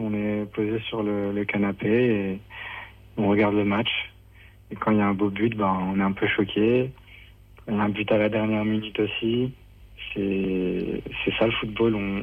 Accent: France; on est content quand même, parce qu'on est français aussi.

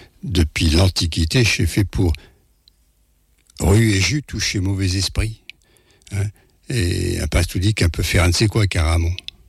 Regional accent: Paris, Île-de-France, France

